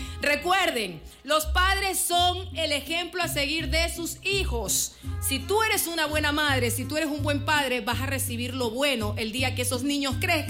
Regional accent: Ecuador; nosotros también los ecuatorianos celebramos el Día del Padre.

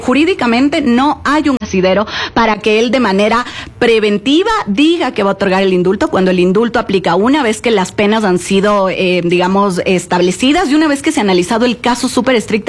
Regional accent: Ecuador; nosotros nos quedará como ecuatorianos

